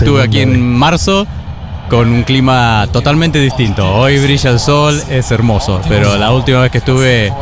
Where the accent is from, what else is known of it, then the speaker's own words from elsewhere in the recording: Comodoro Rivadavia, Chubut, Argentina; Soy argentino de la Patagonia, de Comodoro Rivadavia.